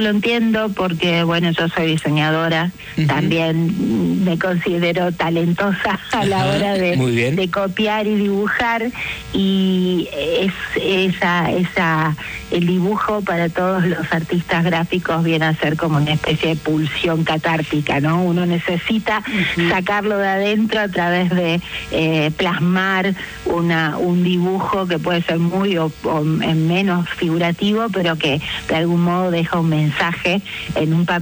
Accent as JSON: {"language": "Spanish", "town": "Paso de los Libres", "region": "Corrientes", "country": "Argentina", "tie": "born or raised there", "moved": "as an adult", "lives_now": "Santa Fe, Argentina", "said": "No, claro, es adoptivo, ¿no? Porque me crié en Paso de los Libres"}